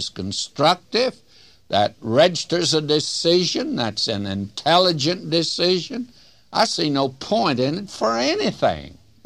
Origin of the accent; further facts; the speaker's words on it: Springer, Oklahoma, United States; I was raised in the South. I can remember as a little boy that they went forward when I was 10 years old under a brush arbor in Springer, Oklahoma, back of an unpainted Methodist church.